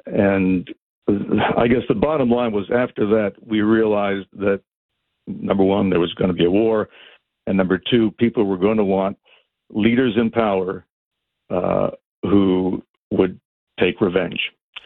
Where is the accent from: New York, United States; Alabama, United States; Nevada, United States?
New York, United States; Westchester; I grew up in Westchester. My grandparents lived in the Bronx